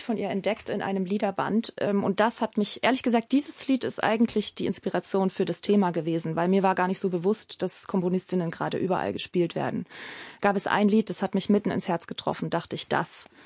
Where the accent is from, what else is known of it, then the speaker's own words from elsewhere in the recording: Berlin, Germany; dass es sich doch perfekt eignet, als Berliner einen Ausflug zu machen nach Wannsee.